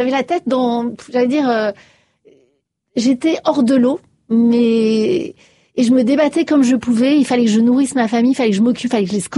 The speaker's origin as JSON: {"language": "French", "town": "Paris", "region": "Île-de-France", "country": "France", "said": "moi je suis parisienne, on râle beaucoup, les gens sont pas sympas parfois dans le métro"}